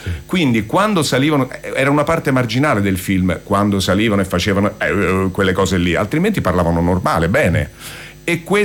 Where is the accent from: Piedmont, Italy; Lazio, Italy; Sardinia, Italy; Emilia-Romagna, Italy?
Lazio, Italy; Rome; quando uno è romano come sono io e che parlando con voi si sente che sono romano